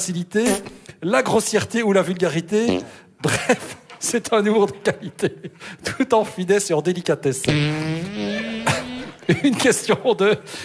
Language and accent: French; Belgium; En France, vous êtes plutôt dans la satire, la caricature, la moquerie, alors que chez nous, en Belgique, on pratique un humour plus subtil.